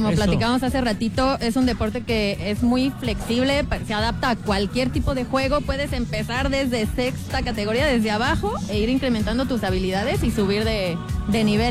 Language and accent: Spanish; Guadalajara, Jalisco, Mexico; now in Querétaro, Mexico; yo soy de Guadalajara